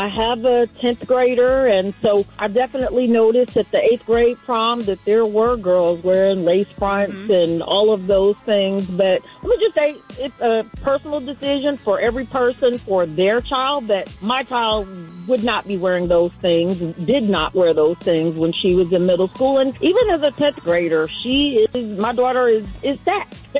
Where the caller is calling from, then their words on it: Fayetteville, Georgia, United States; I am checking in from Fayetteville today.